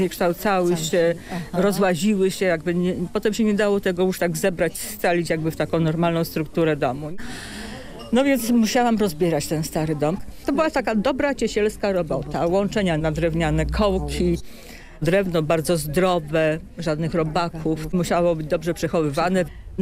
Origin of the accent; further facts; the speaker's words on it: Kalisz, Greater Poland Voivodeship, Poland; born there; moved away as an adult; now in Urle, Poland; W Kaliszu. Jestem Kaliszanką z urodzenia. Wielkopolanką. Przyjechałam tutaj z jedną wizytą, z drugą, z trzecią i tak te Urle jakoś mi się zakotwiczyły w sercu po prostu zwyczajnie.